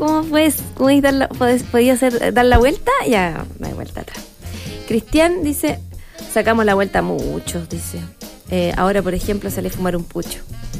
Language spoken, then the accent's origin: Spanish; Chile